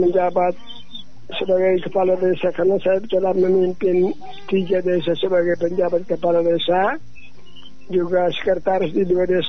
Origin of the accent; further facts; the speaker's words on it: East Nusa Tenggara, Indonesia; saya harus kembali kepada kampung halaman di Alakaman, desa Tamanapui.